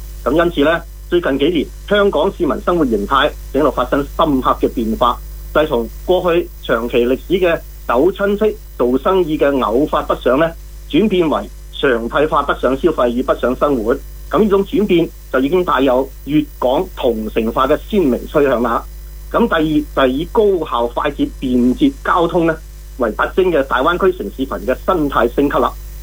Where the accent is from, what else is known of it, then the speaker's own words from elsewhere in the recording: Guangzhou, Guangdong, China; 我是广州人的